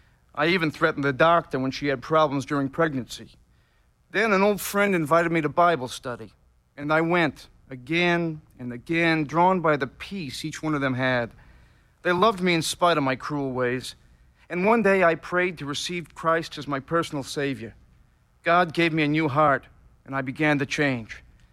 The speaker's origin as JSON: {"language": "English", "region": "New York", "country": "United States", "tie": "born or raised there", "said": "I grew up in New York. Our family was always fighting about something."}